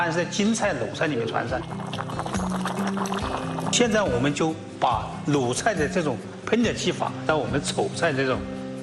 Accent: Hubei, China; 我们湖北人

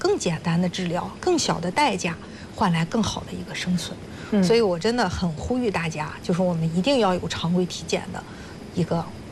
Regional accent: China; 我们中国人

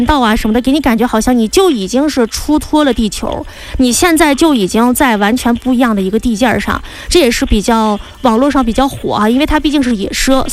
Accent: Xilinhot, Inner Mongolia, China; 欢迎大家来到我的家乡哈，就是锡林郭勒的蒙府锡林浩特市。

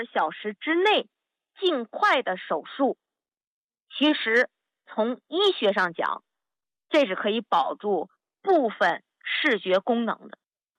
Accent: China; 因为我们中国人的食疗讲究的是以形补形，吃肝补肝

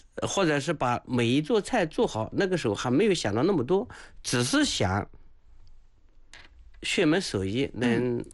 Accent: Anhui, China; moved away as an adult; also born or lived in Beijing; 作为一个安徽人

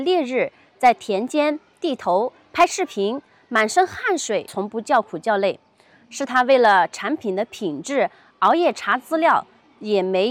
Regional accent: Hunan, China; born or raised there

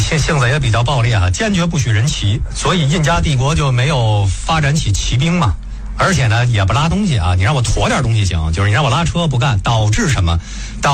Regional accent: China

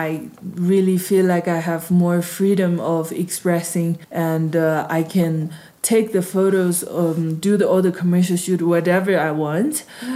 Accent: Lhasa, Tibet, China; born or raised there

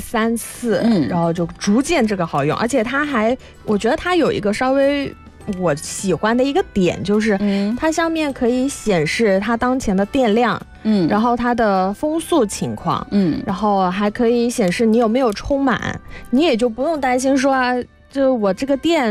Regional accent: Guangzhou, Guangdong, China; 我们广州人

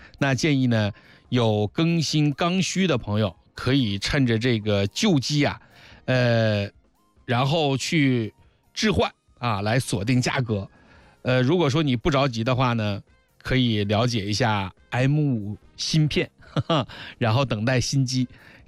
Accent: Hangzhou, Zhejiang, China

